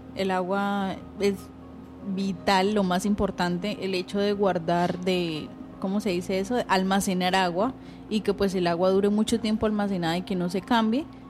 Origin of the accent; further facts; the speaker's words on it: Ocaña, Norte de Santander, Colombia; born there; Yo nací en Ocaña, norte de Santander.